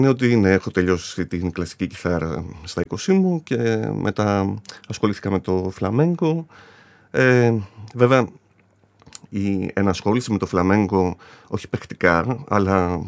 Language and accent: Greek; Larissa, Thessaly, Greece; moved away as an adult; now in Thessaloniki, Greece; Δεν είμαι Λαρισαίος. Γεννήθηκα και μεγάλωσα στη Λάρισα. Okay. Και μετά ήρθα για σπουδές εδώ πέρα στη Θεσσαλονίκη, στη Μουσικών Σπουδών.